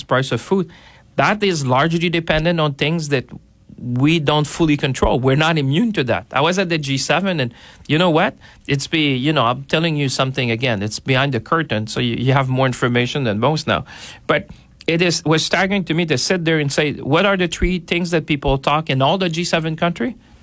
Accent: Canada; I'm saying a big we as Canadian

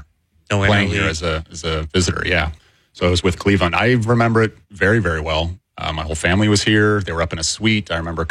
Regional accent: Canada; And just being a Canadian coming back to Canada to play baseball in this stadium

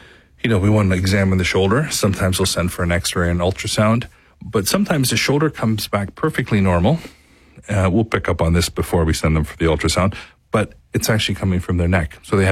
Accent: Canada; also born or lived in Dallas; I went to school in Dallas. I am from Canada. I grew up north of here

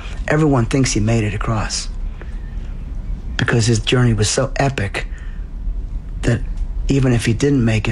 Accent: Vancouver, British Columbia, Canada; because I'm from Vancouver and Terry was from Vancouver

